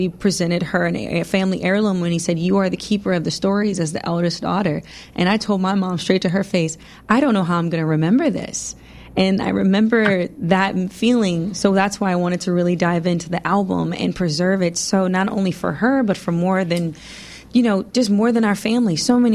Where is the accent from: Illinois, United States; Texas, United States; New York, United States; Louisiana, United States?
Louisiana, United States; New Orleans; my family has a property in the Lower Ninth Ward where I grew up